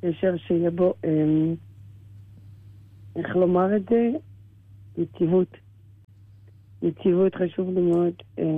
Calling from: Central Israel, Israel; אני מהמרכז.

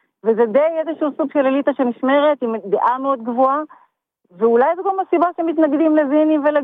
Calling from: the south, Israel; אני מהדרום. אני אגדיר את עצמי קודם כל בתחילת השיחה, אני דתייה, משתייכת לזרם הדתי-לאומי

